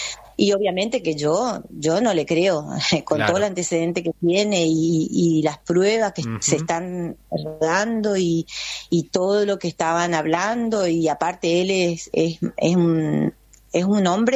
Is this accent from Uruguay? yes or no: no; Corrientes, Argentina; Nosotros somos de Corrientes Capital y somos madres, muchas somos amas de casa